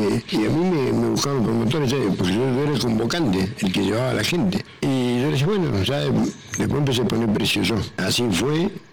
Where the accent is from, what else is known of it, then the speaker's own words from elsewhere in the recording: Caleta Olivia, Santa Cruz, Argentina; moved away as an adult; now in Buenos Aires, Argentina; vengo de Caleta Olivia a Buenos Aires, de esta ciudad tan grande, es un monstruo grande.